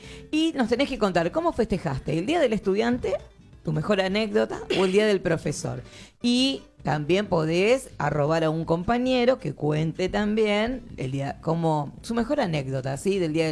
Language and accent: Spanish; San Justo, Santa Fe, Argentina; now in Santa Fe, Argentina; yo soy de San Justo Santa Fe, gente, claro. Les cuento. ¿Vieron que allá no se pronuncian las S's?